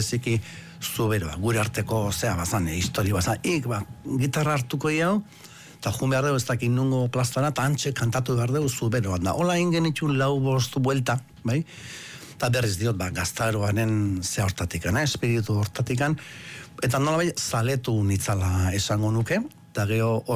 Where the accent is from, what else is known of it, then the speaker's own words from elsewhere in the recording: Lasarte, Basque Country, Spain; also born or lived in Ondarroa; sortu nintzen Bizkaian Ondarrun, bai? Baina gali ez dut inoiz esate, baina Gipuzkura etorren nintzen Lasartera, ni 8 urte nitxula